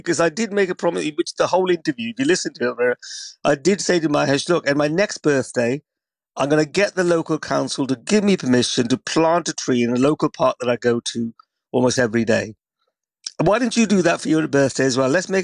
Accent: India; born there; I was born in India.

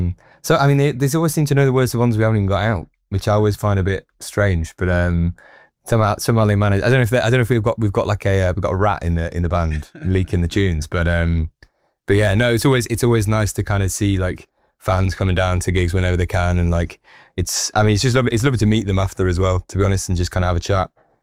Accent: Nottingham, East Midlands, United Kingdom; moved away as an adult; Well, I'm originally from Nottingham. I kind of grew up in Notts and like playing venues in Notts, but I've lived away for a little bit now.

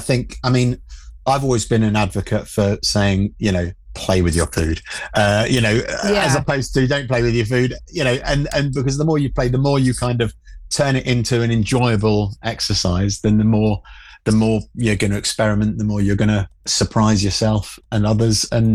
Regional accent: London, United Kingdom; my upbringing and my dad doing all the cooking and growing up in South London

